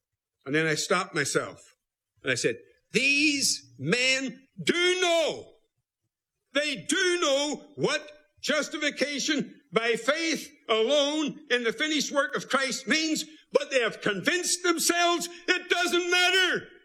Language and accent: English; Belfast, Northern Ireland, United Kingdom; Belfast, my hometown.